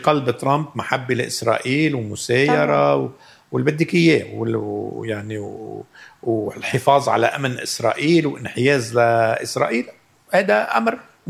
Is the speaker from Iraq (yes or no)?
no; Lebanon; نحن كلبنانيين